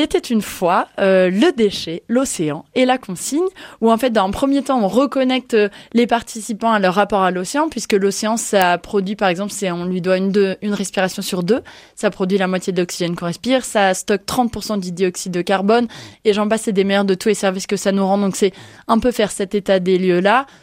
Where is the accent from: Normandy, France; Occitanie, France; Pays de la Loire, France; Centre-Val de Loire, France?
Centre-Val de Loire, France; Tours; born there; Moi, je suis de Tours, donc en fait, c'est des territoires que j'ai l'impression de connaître par cœur, que j'ai arpenté à tous les âges.